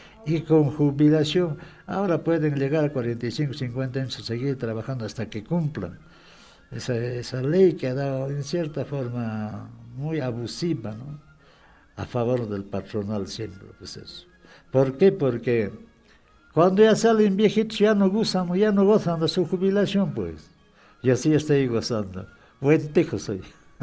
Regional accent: Acomayo, Peru; moved away; mi tierra, como es una provincia un tanto tranquila

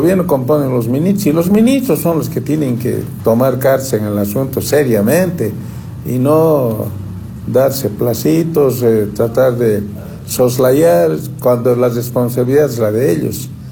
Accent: Bolivia; Tenemos que defender nuestra soberanía como bolivianos

